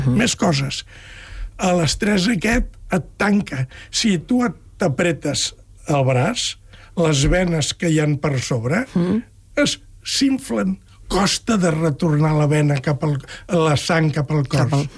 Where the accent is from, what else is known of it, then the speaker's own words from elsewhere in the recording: Catalonia, Spain; sóc de la Cerdanya jo, els pagesos del meu poble fa molts anys que em deien